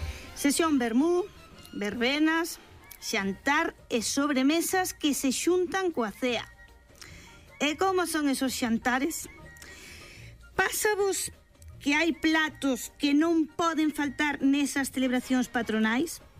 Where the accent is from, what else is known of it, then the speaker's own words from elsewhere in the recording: Cedeira, Galicia, Spain; Porque as festas do meu pobo, da miña vila, as de Cedeira, Nosa Señora do Mar